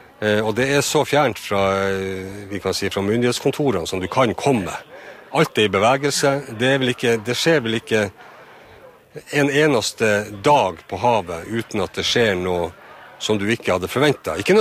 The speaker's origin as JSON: {"language": "Norwegian", "town": "Kjøllefjord", "region": "Finnmark", "country": "Norway", "tie": "born or raised there", "said": "jeg er jo født og oppvokst i Kjøllefjord, i et fiskevær"}